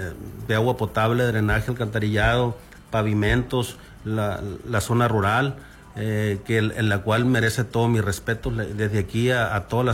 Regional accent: Mexico

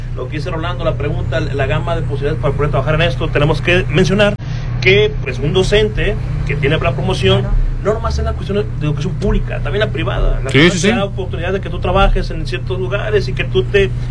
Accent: Escuinapa, Sinaloa, Mexico; Yo soy de Escuinapa, básicamente.

